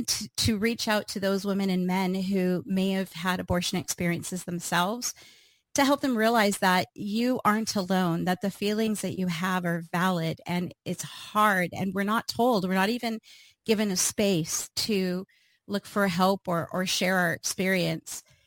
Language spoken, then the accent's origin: English; Canada; Well, I live in Canada, and I am a Canadian speaker, author, and pro-life advocate.